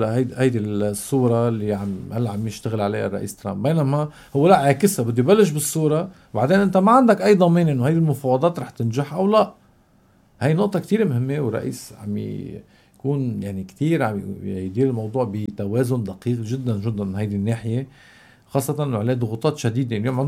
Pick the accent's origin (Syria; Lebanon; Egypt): Lebanon; Tripoli, North Governorate; يعني انا من طرابلس اللي تعتبر هي العصب السني الاقوى